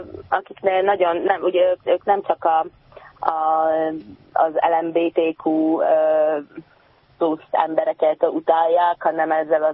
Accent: Slovakia; akinek az identitása csak szlovákiai magyar

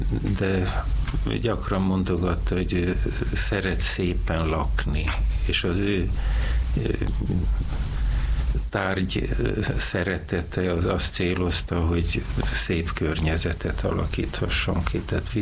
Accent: Budapest, Hungary; Budai vagyok, sőt erdőszéli vagyok, mert ahol mi lakunk 75 éve, az erdőszéle volt még akkor, ma már szó sincs erről, mert kijebb ment a város, és hátrál az erdő.

